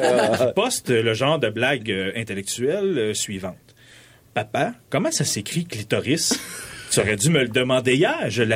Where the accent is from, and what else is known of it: Salaberry-de-Valleyfield, Quebec, Canada